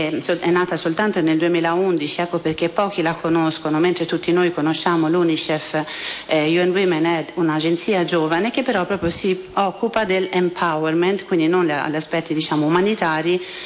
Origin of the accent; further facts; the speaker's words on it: Iran; now in Italy; dal mio nome e cognome vedete anche che sono straniera, sono metà iraniana, sono nata e cresciuta in Iran